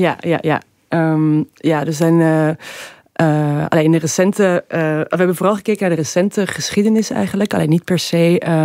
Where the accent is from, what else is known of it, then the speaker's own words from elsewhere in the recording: Amsterdam, North Holland, Netherlands; now in Brussels, Belgium; ik kom uit Amsterdam en woon in Brussel.